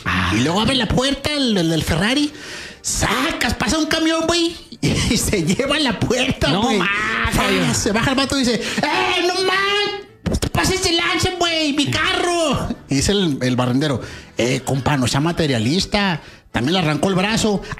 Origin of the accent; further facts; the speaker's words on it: Mexico; ¡Sí sabemos, man! ¡Somos mexicanos!